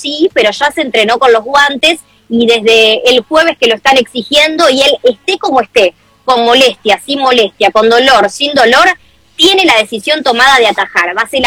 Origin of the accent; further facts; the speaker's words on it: Santa Fe, Argentina; Yo soy de Santa Fe.